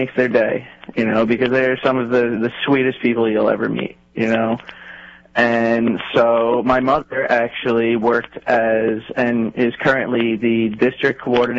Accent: Rocky Point, New York, United States; Oh, well, growing up in New York, you know, you got to be a fan of Derek Jeter.

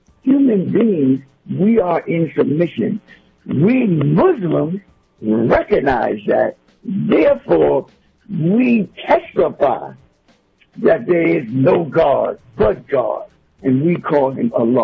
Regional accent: United States; as a descendant of enslaved people, and to some degree known as African American

